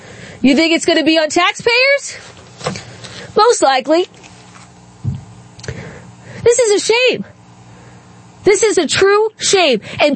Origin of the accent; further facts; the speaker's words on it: Maryland, United States; I grew up in Southern Maryland. That's where they went all the time, to Buzz Creek, to race their dirt bikes.